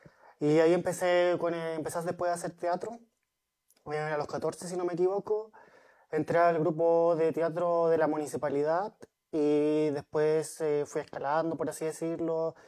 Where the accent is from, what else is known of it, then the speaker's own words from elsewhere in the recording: Los Ángeles, Biobío, Chile; born there; Yo soy de... O sea, originalmente nací en Los Ángeles, el 2 de diciembre, y tengo 27 años.